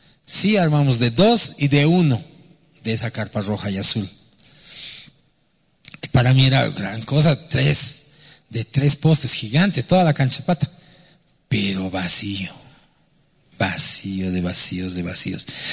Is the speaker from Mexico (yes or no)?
no; Buenos Aires, Argentina; Para empezar, yo también vengo de la Buenos Aires, ¿no? Tampoco vengo del planeta de las estrellas.